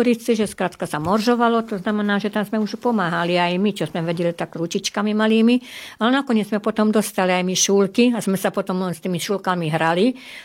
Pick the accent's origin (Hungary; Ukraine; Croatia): Hungary; tu v Maďarsku, u nás v Roslani